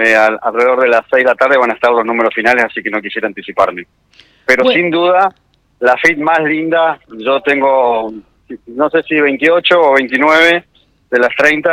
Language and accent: Spanish; El Calafate, Santa Cruz, Argentina; yo soy de Calafate, de la provincia de Santa Cruz